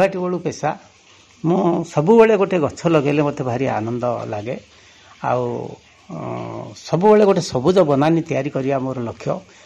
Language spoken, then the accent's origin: Odia; Tangar, Odisha, India; ଆମ ଗାଁ ନାଁ ହେଉଛି ଟାଙ୍ଗର, ଏଇ ପଥର ଉପରେ ଆମେ ଗୋଟିଏ ଭଲ ମନ୍ଦିର ତିଆରି କରିଛୁ